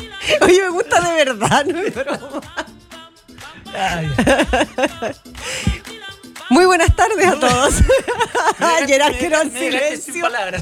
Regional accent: Chiloé, Los Lagos, Chile; Árabe, de repente. Depende, a veces soy media española. También soy chilota.

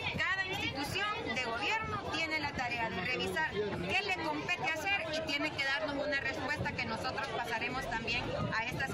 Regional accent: Honduras; todos somos hondureños

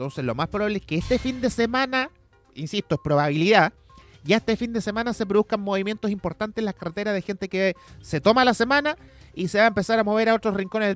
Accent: Chile

